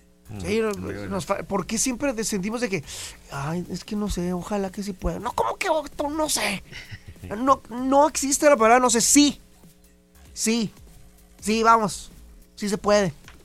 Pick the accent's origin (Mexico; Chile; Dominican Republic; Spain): Mexico; Nadie las va a tener más que nosotros como mexicanos.